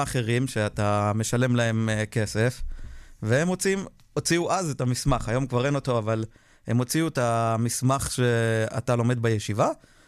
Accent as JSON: {"language": "Hebrew", "town": "Jerusalem", "region": "Jerusalem District", "country": "Israel", "tie": "born or raised there", "said": "גדלתי בירושלים, בשכונת עזרת תורה."}